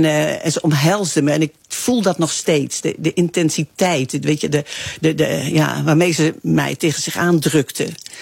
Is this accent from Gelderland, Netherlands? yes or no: yes; Arnhem, Gelderland, Netherlands; born there; also born or lived in Amsterdam; Nou ja, eigenlijk bij toeval, omdat ik in 68 vanuit Arnhem, mijn geboortestad, naar Amsterdam ging.